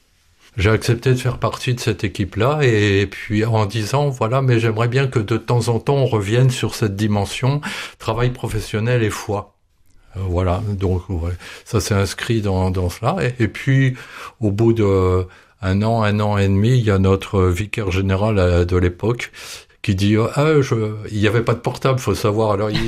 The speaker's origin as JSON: {"language": "French", "region": "Occitanie", "country": "France"}